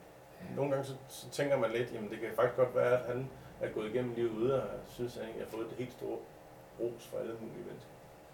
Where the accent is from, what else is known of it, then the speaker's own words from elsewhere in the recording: Jebjerg, Central Denmark Region, Denmark; born there; Jeg er født i Jebjerg på et alderdomshjem.